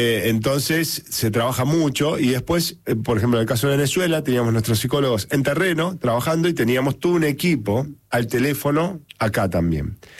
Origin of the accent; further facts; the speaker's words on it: Argentina; somos argentinos, somos de sangre caliente, no somos tibios.